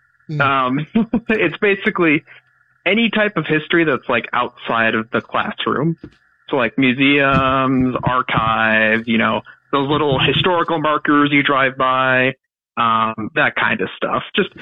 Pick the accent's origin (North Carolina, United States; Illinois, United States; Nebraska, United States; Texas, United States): Nebraska, United States; Big Springs; now in Kearney, United States; So I'm originally from Big Springs, Nebraska.